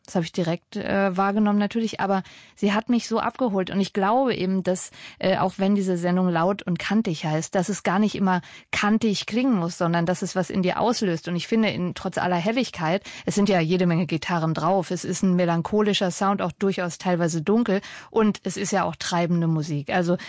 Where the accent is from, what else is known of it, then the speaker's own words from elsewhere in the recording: Southern Germany, Germany; Ich komme aus dem Süden